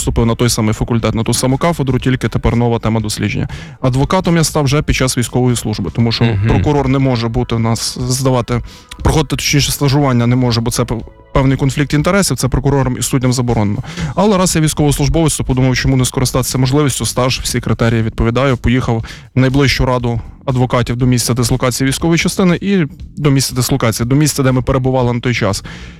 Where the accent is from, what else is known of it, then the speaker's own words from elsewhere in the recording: Lviv Oblast, Ukraine; Слонячки, я з Львівської області, Слонячки